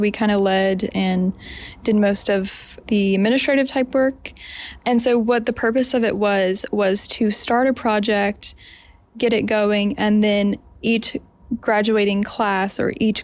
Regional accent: Boone County, West Virginia, United States; born or raised there

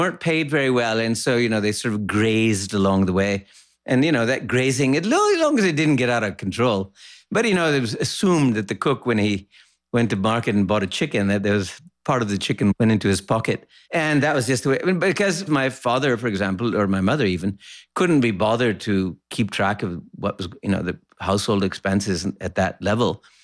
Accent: Lahore, Punjab, Pakistan; I was brought up in Lahore, and we had these, wonderful old, they're called servants, I guess.

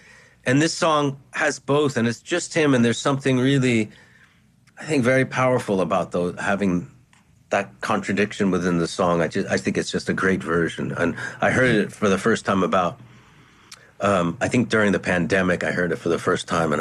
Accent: New York, United States; as a fan, as a New Yorker, as a fellow artist

